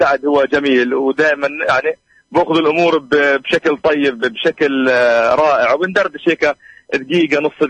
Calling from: Gaza, Gaza Strip, Palestine; بنمشي في الايام احنا تمشي صراحة في غزة

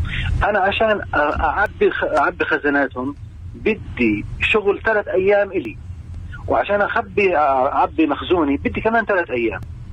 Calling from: Hebron, West Bank, Palestine; انا بحكي من الخليل.

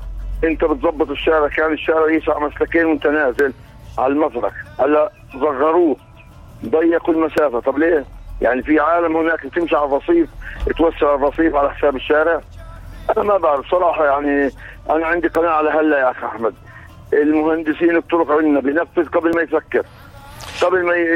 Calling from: Ramallah, West Bank, Palestine; في شوارع عندنا في رام الله

